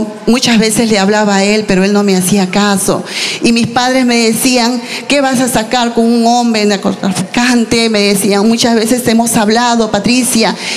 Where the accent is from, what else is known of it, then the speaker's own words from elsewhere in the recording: Lima, Peru; Vengo de la ciudad de Lima también